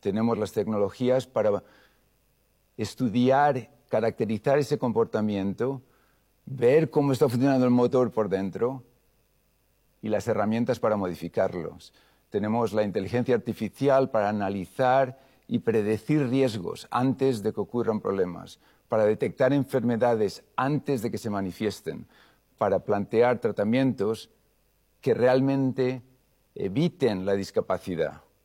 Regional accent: Valencian Community, Spain; now in Boston, United States; Soy valenciano

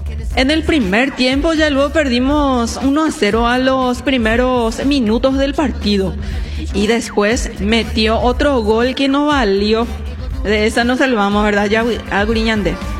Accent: Paraguay; Somos paraguayos

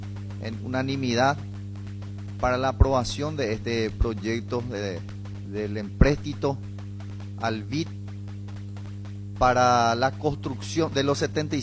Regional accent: Paraguay

